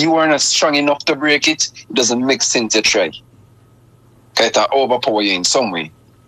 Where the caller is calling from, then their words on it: Manchester, North West England, United Kingdom; from Manchester.